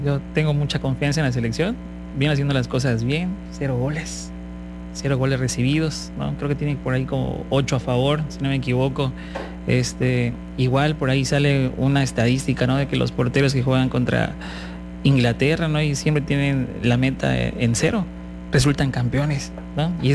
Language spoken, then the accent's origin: Spanish; Mexico; somos México.